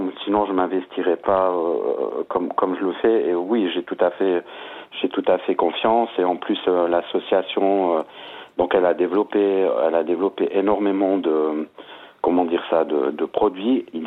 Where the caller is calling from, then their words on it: Sion, Valais, Switzerland; je vous appelle depuis le Valais, depuis Sion.